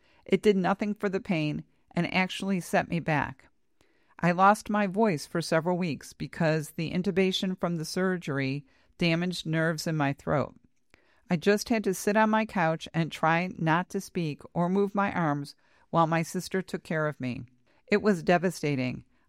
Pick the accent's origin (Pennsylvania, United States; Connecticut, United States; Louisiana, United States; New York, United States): Connecticut, United States; born or raised there